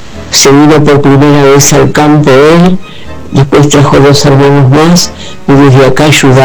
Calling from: Buenos Aires, Argentina; de Boedo.

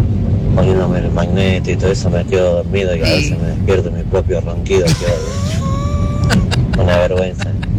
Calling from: Morón, Buenos Aires Province, Argentina; de Morón.

